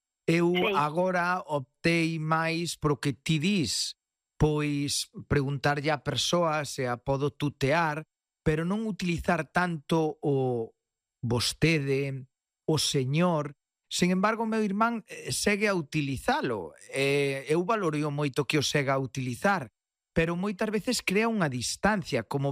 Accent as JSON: {"language": "Galician", "region": "Galicia", "country": "Spain", "said": "E aínda me pasa hoxe, son galego falante."}